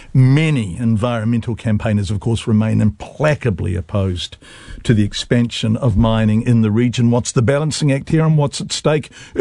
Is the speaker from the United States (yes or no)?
no; New Zealand; accent: Kiwi; so it took a long time to get my Kiwi accent vowels back.